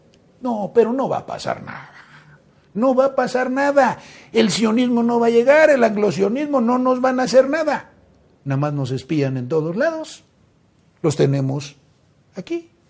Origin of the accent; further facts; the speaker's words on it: Mexico; Soy un mexicano.